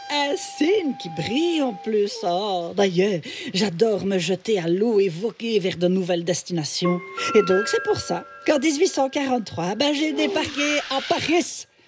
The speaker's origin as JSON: {"language": "French", "country": "Belgium", "said": "enchantée … de Belgique. Ah ben voilà, c'est peut-être pour ça que j'ai un accent finalement."}